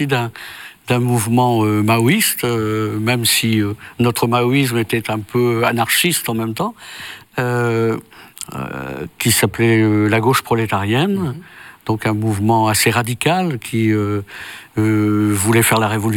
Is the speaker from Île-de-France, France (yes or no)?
no; Tourcoing, Hauts-de-France, France; born there; Dans le Nord, oui. Je suis né dans le Nord. Je suis né à Tourcoing. Dans un milieu modeste. Enfin, et donc, mes parents nous éduquent chrétiennement, mais aussi avec cette fibre particulière qu'est l'action catholique.